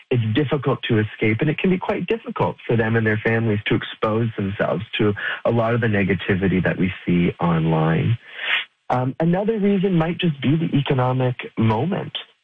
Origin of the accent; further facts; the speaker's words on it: Goderich, Ontario, Canada; now in Ottawa, Canada; experience coming from Goderich, I now live in Ottawa, right? I didn't make my career and my life in my hometown. And that is true for many of the people I grew up around.